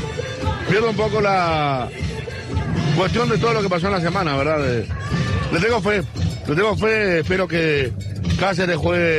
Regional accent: Paraguay

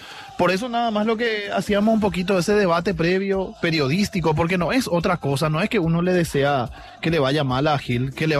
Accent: Paraguay; yo soy paraguayo también como ustedes.

